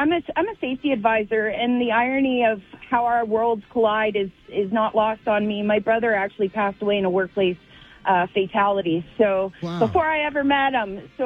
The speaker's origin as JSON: {"language": "English", "region": "Newfoundland and Labrador", "country": "Canada", "also_born_or_lived": "West Coast", "said": "Long story, Newfoundland, and then the West Coast."}